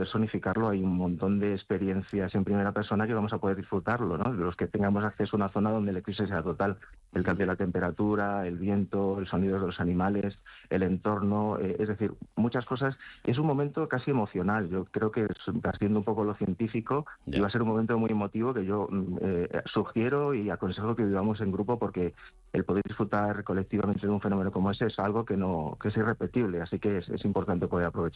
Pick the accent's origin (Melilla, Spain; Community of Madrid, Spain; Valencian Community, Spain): Community of Madrid, Spain; Madrid; now in Granada, Spain; Estoy entre Madrid y Granada, vivo en Granada, pero yo soy de Madrid, paso tanto tiempo en Madrid como en Granada, así que estoy en mi ciudad